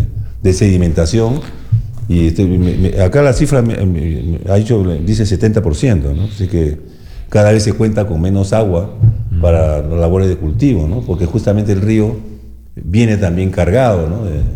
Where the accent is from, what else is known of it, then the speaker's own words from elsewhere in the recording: Trujillo, La Libertad, Peru; now in Loja, Ecuador; soy trujillano, así que tengo amigos de Trujillo